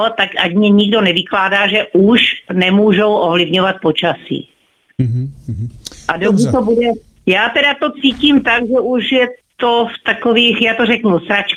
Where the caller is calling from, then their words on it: Otrokovice, Zlín Region, Czechia; z Otrokovic